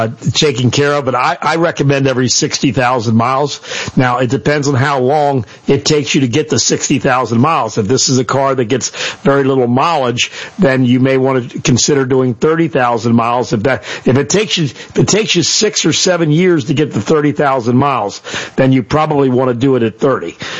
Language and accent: English; United States; born there; I'm thankful that I'm an American. I'm thankful that I was born here, and thankful that I have the freedom to live here.